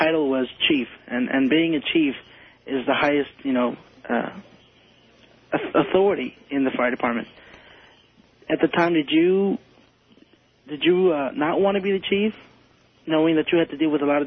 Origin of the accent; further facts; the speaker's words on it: McAllen, Texas, United States; I'm coming from South Texas, McAllen.